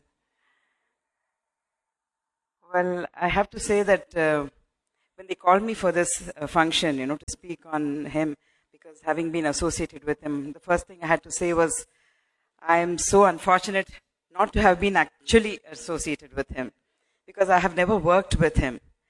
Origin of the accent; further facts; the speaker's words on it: Mumbai, Maharashtra, India; So I came here all the way from Bombay. I'm from Mumbai, so I came here for a screen test.